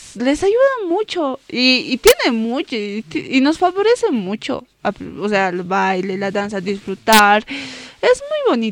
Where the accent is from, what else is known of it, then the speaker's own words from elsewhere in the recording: Bolivia; Como bolivianos deberíamos sentirnos orgullosos